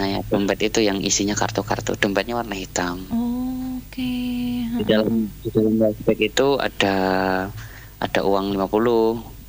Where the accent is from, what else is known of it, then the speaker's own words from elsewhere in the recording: Lampung, Indonesia; moved away; also born or lived in Nganjuk / Ponorogo; Kan saya asli Lampung.